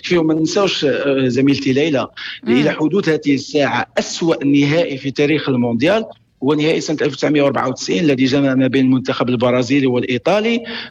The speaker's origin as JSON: {"language": "Arabic", "country": "Morocco", "said": "احنا ربما كمغاربة"}